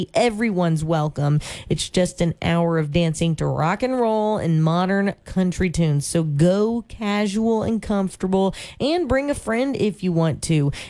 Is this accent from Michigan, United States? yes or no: no; Texas, United States; now in Central Oregon, United States; Growing up in Texas